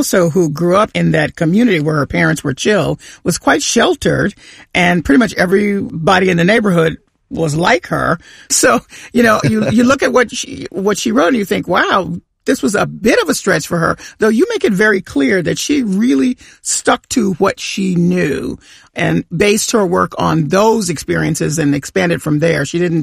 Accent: Bible Belt, United States; because I grew up in the Bible Belt. And so there's all kinds of discussion about faith and religion day in and day out.

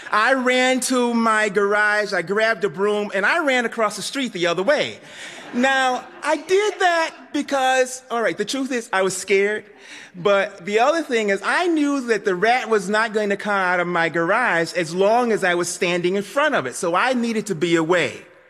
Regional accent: Texas, United States; now in Boston, United States; I'm originally from Texas. I've been in Boston for a long time.

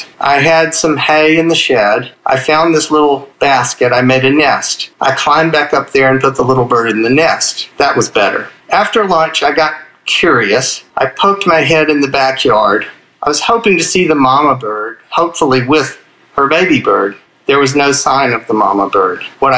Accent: Houston, Texas, United States

